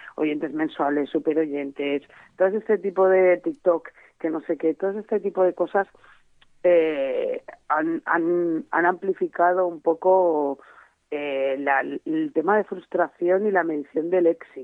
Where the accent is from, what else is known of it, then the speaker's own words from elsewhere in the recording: Segorbe, Valencian Community, Spain; Que me llevó mi padre a Segorbe, que yo soy de Segorbe, de Castellón.